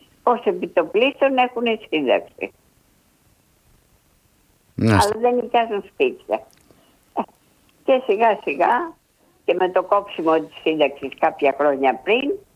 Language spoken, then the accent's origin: Greek; Athens, Attica, Greece; born there; now in Piraeus, Greece